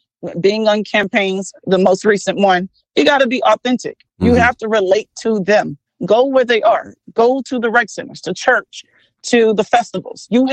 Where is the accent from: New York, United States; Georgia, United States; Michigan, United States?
Georgia, United States; DeKalb County; I'm from DeKalb County, so I understand my county.